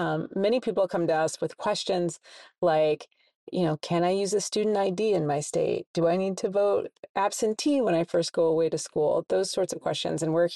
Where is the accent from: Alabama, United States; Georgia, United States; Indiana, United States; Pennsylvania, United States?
Indiana, United States; Indianapolis; I'm from Indianapolis, Indiana, and I can't vote by mail until I'm 65 years old.